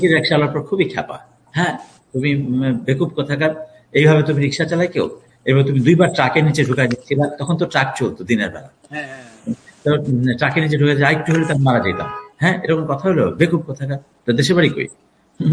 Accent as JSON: {"language": "Bangla", "town": "Narsingdi", "region": "Dhaka Division", "country": "Bangladesh", "tie": "born or raised there", "said": "আমার দেশে হচ্ছে নরসিংদী"}